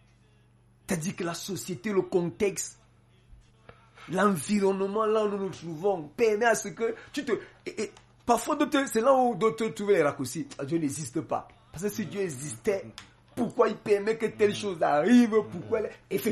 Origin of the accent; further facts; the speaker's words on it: Cameroon; Il y a un adage chez nous en Bassa qui dit « Mama gwele bondi burba yidjam ».